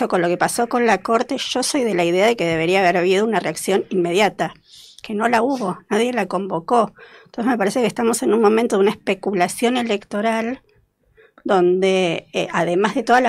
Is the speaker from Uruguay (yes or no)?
no; Buenos Aires, Argentina; yo, bueno, soy de Belgrano, en Cabildo y Juramento